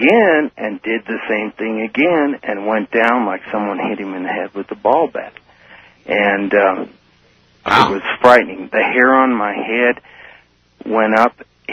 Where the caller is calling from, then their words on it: Denver, Colorado, United States; I'm calling from Denver.